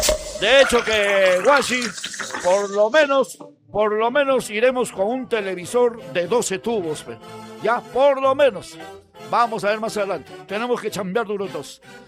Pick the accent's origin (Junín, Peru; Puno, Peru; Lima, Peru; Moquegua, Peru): Junín, Peru; San Agustín de Cajas; mi distrito, que es San Agustín de Cajas.